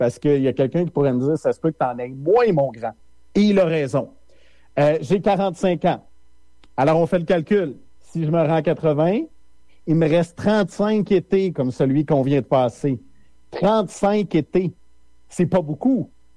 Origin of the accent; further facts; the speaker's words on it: Quebec, Canada; now in South Shore of Montreal, Canada; C'est ma région natale, là.